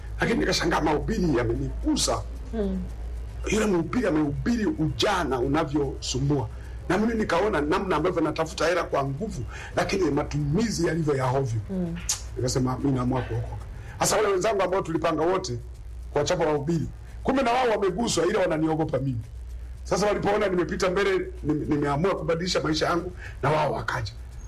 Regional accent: Rungwe District, Mbeya, Tanzania; Tumezaliwa huko wilaya ya Rungwe, huo mkoa wa Mbeya. Kuna kijiji kinaitwa Rupepo, kuna kamji kadogo kanaitwa Liale Milimani huko. Ndio tumezaliwa huko.

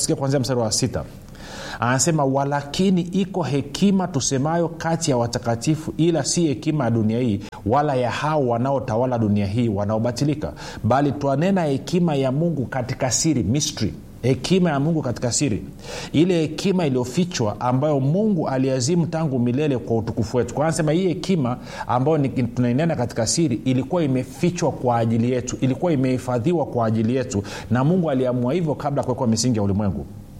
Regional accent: Monduli, Arusha, Tanzania; moved away; mimi nilikulia sehemu wanaita Monduli.

